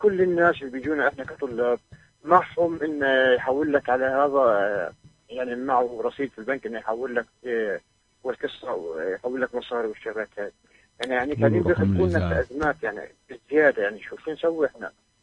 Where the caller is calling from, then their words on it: Bethlehem, West Bank, Palestine; من بيت لحم.